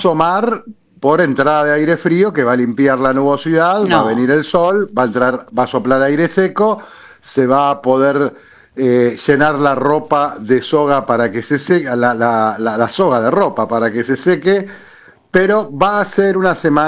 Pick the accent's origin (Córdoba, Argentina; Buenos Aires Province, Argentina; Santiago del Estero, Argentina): Buenos Aires Province, Argentina; Castelar; Yo prefiero que me pregunten más por Castelar que por San Martín, porque yo soy del oeste.